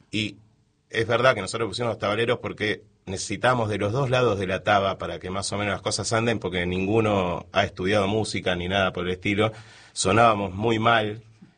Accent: Buenos Aires, Argentina; pese a que tenemos sangre provinciana, por ejemplo, mis viejos son de Tucumán, nosotros somos porteños, nosotros nos criamos acá.

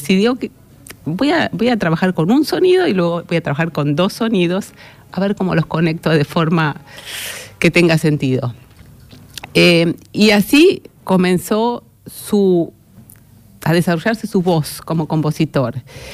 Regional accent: La Plata, Buenos Aires Province, Argentina; moved away; 20 años, 21 años, luego de terminar el conservatorio, en La Plata, yo soy de La Plata

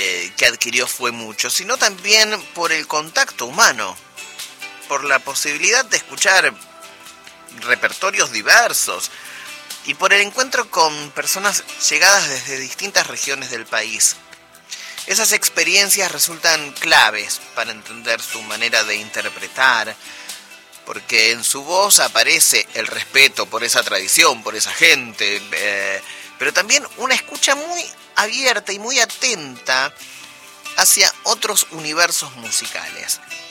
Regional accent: Buenos Aires, Argentina; Somos muchos los porteños que amamos el folclore.

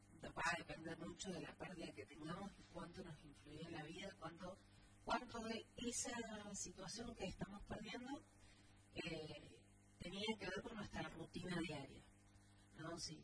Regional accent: Argentina; Más allá de como argentinos que perdemos, ¿qué perdemos como personalmente?

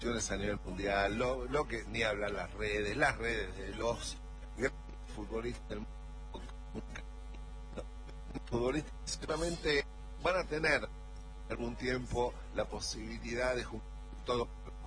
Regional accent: Argentina; qué nos gustó menos, porque así somos los argentinos.

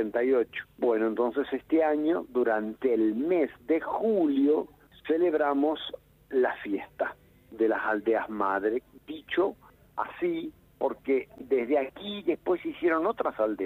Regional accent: Valle María, Entre Ríos, Argentina; los que somos de Valle María somos de una región, todos vecinos, todos conocidos

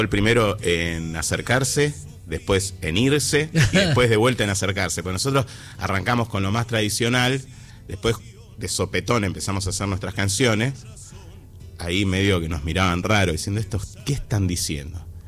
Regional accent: Buenos Aires, Argentina; also born or lived in Tucumán; Yo soy del barrio de Almagro, desde siempre, pero bueno, mis padres son tucumanos y eso me llevó a vivir hasta por lo menos los 20 años, 4 meses en Tucumán

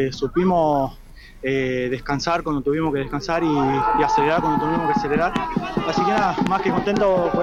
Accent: Tucumán, Argentina; moved away as an adult; Vengo de Tucumán. Llegué hace 3 meses ya que estamos acá

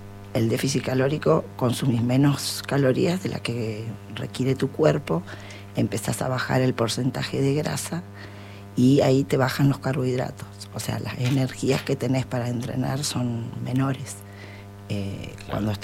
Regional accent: Argentina; now in Zapala, Argentina; soy la única argentina que compite con esta edad.

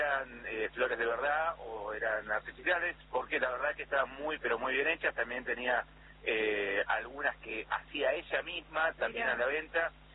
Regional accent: Lomas de Zamora, Buenos Aires Province, Argentina; Sí, yo de chico vivía en Lomas de Zamora, así que íbamos a los bosques de Ceiza.

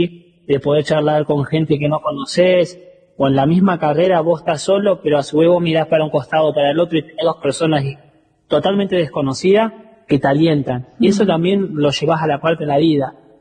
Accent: Córdoba, Argentina; Después está Mikey de Salta, como yo soy de Córdoba

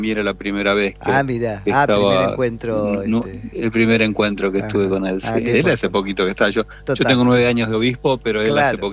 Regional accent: Argentina; así como vengo yo de la Argentina

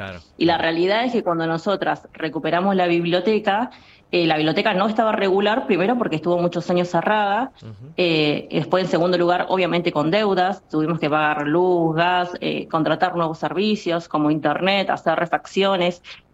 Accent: Río Grande, Tierra del Fuego, Argentina; born or raised there

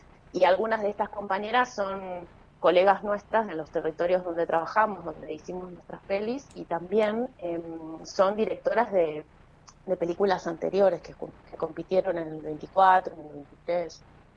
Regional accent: Buenos Aires, Argentina; now in Bariloche, Argentina; migré a Bariloche y entonces siempre estoy descubriendo qué tan porteña soy, básicamente.

